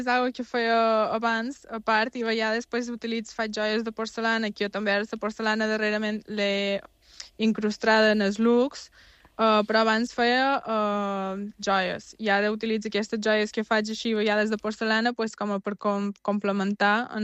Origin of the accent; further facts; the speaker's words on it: Mallorca, Balearic Islands, Spain; Gent del meu poble, gent de Mallorca